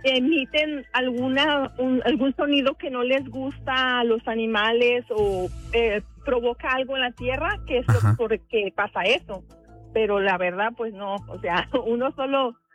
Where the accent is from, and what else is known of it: Jalisco, Mexico; born or raised there